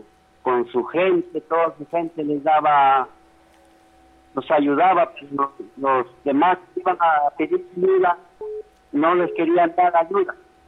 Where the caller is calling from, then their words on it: Peru; De acá, de La Arena.